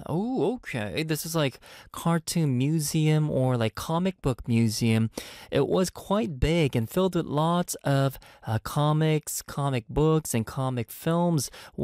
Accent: Montreal, Quebec, Canada; now in South Korea; Growing up in Montreal

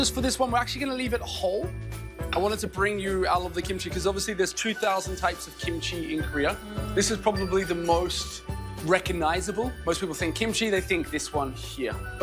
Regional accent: Australia; I come from Australia, and in Australia, we're quite a young country.

